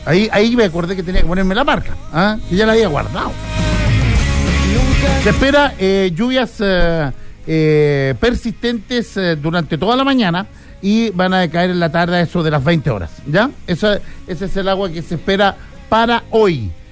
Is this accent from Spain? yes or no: no; Catemu, Valparaíso, Chile; Hola, soy de Catemu.